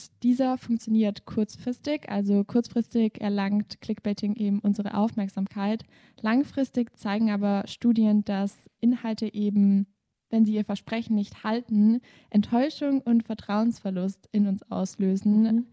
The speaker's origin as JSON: {"language": "German", "region": "Swabia", "country": "Germany", "said": "Wir sind ja auch Schwaben."}